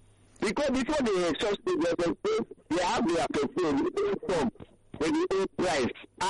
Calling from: Mushin, Lagos, Nigeria

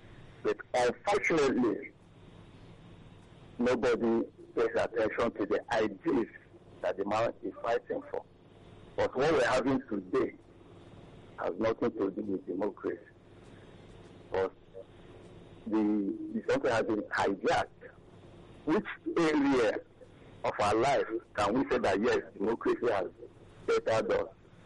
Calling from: Nigeria; I'm calling from Eba.

